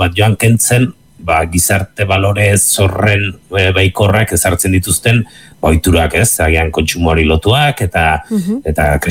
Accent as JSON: {"language": "Basque", "region": "Basque Country", "country": "Spain", "tie": "born or raised there", "moved": "yes", "said": "gure kasuan Goierri aldean ni nerabean intzenean"}